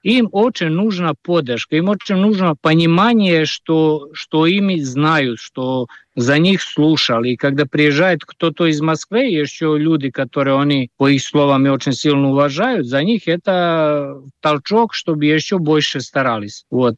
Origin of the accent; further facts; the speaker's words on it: Serbia; Russian is a second language; moved away as an adult; now in Russia; я просто уехал из Сербии 2013 года, не хотелось больше жить там.